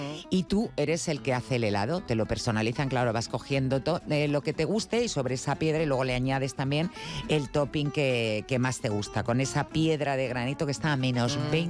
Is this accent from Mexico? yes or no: no; Madrid, Community of Madrid, Spain; born there